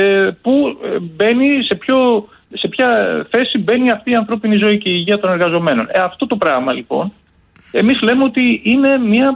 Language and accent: Greek; Thessaly, Greece; που είμαι και από τη Μαγνησία